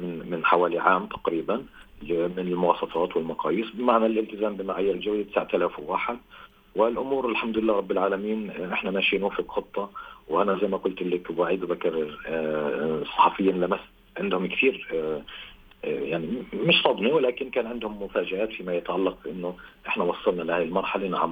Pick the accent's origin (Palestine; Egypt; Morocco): Palestine; عندنا بفلسطين